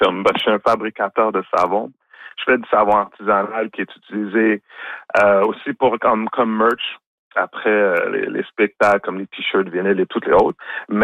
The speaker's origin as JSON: {"language": "French", "town": "Montreal", "region": "Quebec", "country": "Canada", "tie": "born or raised there", "said": "j'ai grandi dans une famille haïtienne. Je suis né à Montréal, mes parents viennent d'Haïti, mes deux parents."}